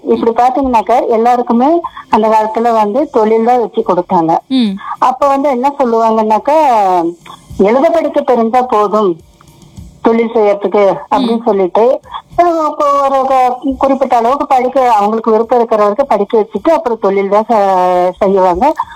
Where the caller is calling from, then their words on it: Harur, Tamil Nadu, India; நான் அரூர்ல இருந்து பேசுறேன்.